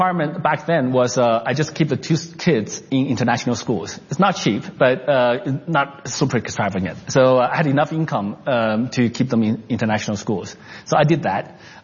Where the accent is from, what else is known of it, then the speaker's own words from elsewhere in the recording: Canada; also born or lived in New York; So when I grew up in Canada, working in U.S., working in New York for 4 years.